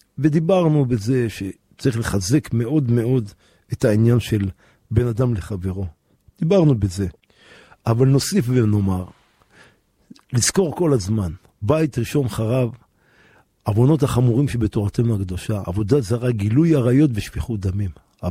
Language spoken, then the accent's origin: Hebrew; Jerusalem, Jerusalem District, Israel; גדלנו ברוך השם בשכונת בוחרים